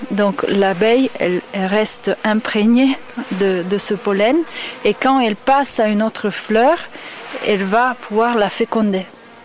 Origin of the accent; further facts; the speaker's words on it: Italy; Moi, je suis italienne